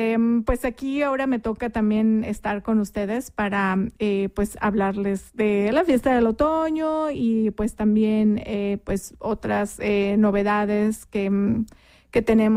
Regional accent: Mexico City, Mexico; Pues yo soy originaria de México, de la Ciudad de México. Nací y crecí ahí, pues viví la mayor parte de mi vida en la Ciudad de México.

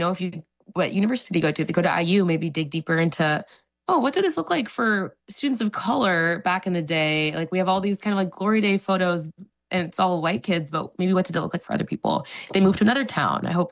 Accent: Bloomington, Indiana, United States; My mother's white, my dad is African, and I grew up in Bloomington, Indiana.

